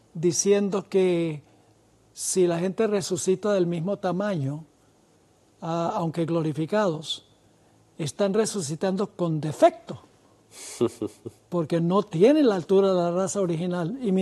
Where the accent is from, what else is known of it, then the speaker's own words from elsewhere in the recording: Venezuela; yo crecí en Venezuela, muchas veces visité Calabozo, los llanos de Venezuela.